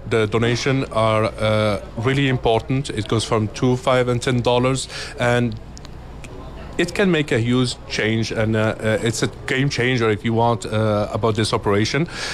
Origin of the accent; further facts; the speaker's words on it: Morocco; Because I'm from Morocco, yeah. And we are a country, let's say a touristic country, so we are receiving a lot of people.